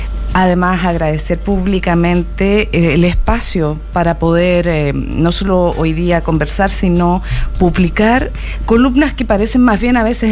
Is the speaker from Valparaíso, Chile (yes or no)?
yes; Valparaíso, Chile